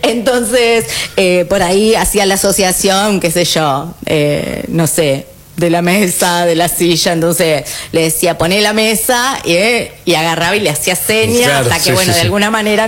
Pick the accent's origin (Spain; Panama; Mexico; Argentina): Argentina; los argentinos tenemos esto de siempre tenemos un platito más de comida